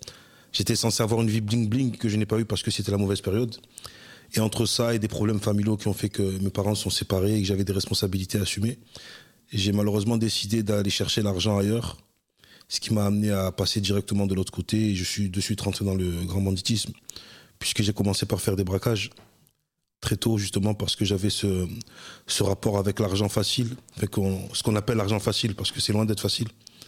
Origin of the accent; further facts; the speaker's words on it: Marseille, Provence-Alpes-Côte d'Azur, France; born there; je suis né à Marseille. J'ai 37 ans.